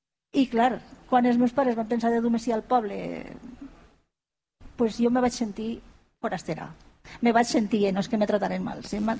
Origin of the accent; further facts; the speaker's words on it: Llometa, Valencian Community, Spain; Bé, jo recorde que jo soc de la Llometa i allí estava l'escola, escola de la Llometa.